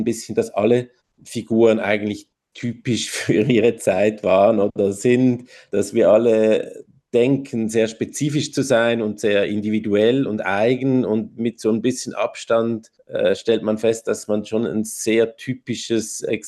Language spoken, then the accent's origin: German; Switzerland; born there; Ich bin in der Schweiz geboren und meine Eltern sind auch in der Schweiz geboren. Wir sind aber jüdisch